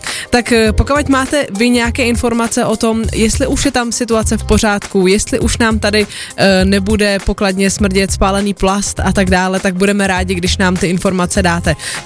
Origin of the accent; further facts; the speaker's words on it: Kladno, Central Bohemian Region, Czechia; já jsem z Kladna, naše rádio taky sídlí v Kladně a máme tady Poldovku